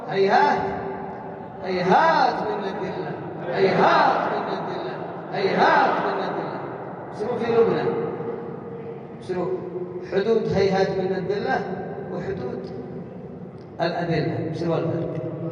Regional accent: Yemen; ونحن كيمنيين

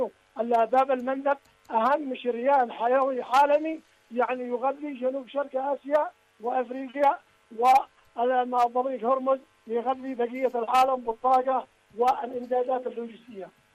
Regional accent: Yemen; نحن كشعب يمني

